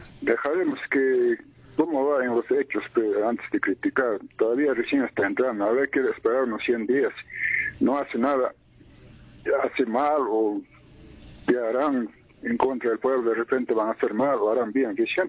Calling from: Juliaca, Puno, Peru

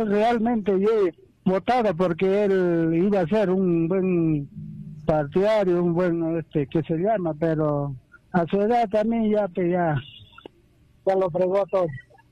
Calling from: Puno, Peru; yo le llamo acá de Puno, mira

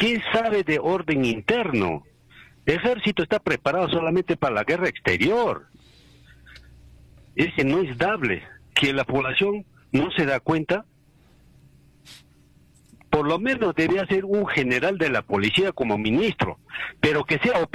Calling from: Puno, Peru; en Moravia

